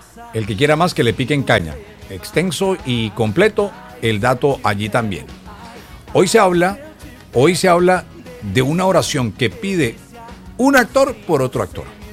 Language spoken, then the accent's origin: Spanish; Colombia